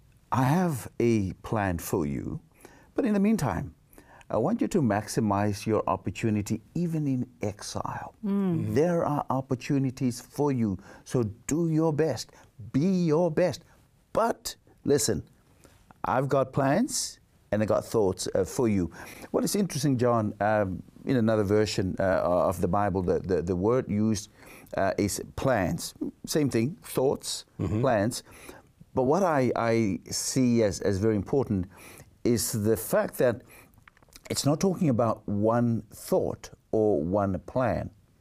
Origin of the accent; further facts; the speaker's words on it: Samoa; born there; When I was born, I think at that time, my country, this island state, was known as Western Samoa.